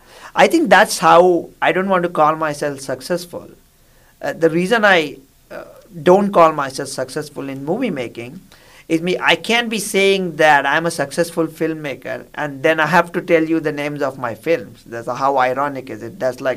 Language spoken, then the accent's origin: English; India; I grew up in India, so I can't overcome my temptation to advise people, especially when they are not asking for it.